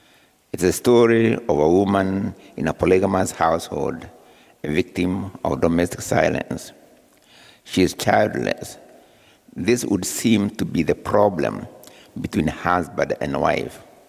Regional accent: Kenya; You know, when we travel places as Kenyans, but particularly as a Kenyan writer, when you meet your ambassador or their representative, it's like you are in touch. You feel a sense of touch, of home.

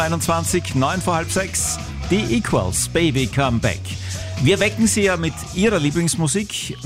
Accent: Austria; da sind wir Österreicher ja ganz gut dabei beim Milchtrinken.

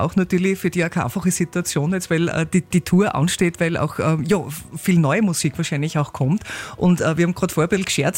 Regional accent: Styria, Austria; wir spüren es im Herzen als Steirer und uns taugt das, wir mögen das.

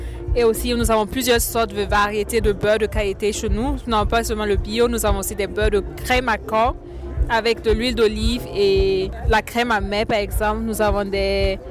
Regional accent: Burkina Faso; now in Klagenfurt, Austria; Je viens du Burkina, originaire du Burkina, et je vis à Klagenfurt.

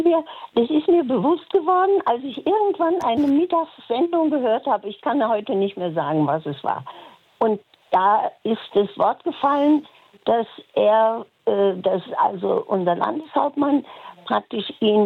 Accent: Duisburg, North Rhine-Westphalia, Germany; now in Austria; Ich komme ursprünglich aus Duisburg und ich habe einen Mann aus dem Walsertal geheiratet in zweiter Ehe.

